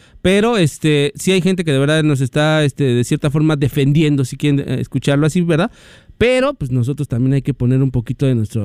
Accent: Mexico; En mi caso, digo, como mexicano, me hace una noche mexicana con antojitos

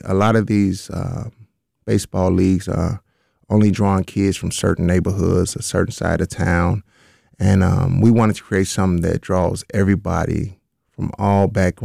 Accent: Chicago, Illinois, United States; moved away as an adult; now in Madison, United States; I grew up in Chicago, born and raised.

